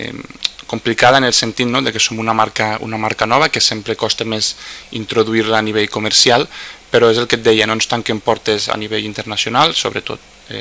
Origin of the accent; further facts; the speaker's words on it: Lleida, Catalonia, Spain; ser de Lleida és un orgull, ser de Lleida ho portem i ho abanderem